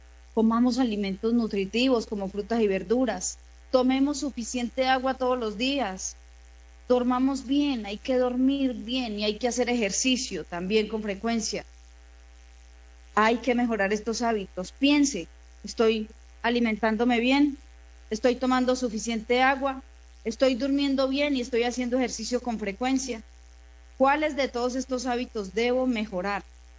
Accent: Argelia, Colombia; born there; moved away; nuestro bello municipio de Argelia. No sabe, Carlitos, la alegría que me da visitar mi pueblo.

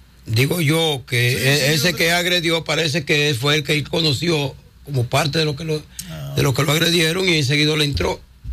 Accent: Bonao, Monseñor Nouel, Dominican Republic; yo soy de Bonao

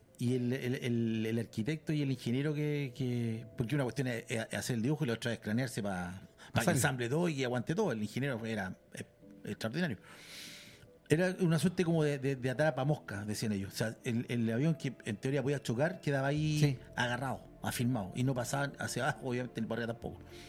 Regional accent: Chile

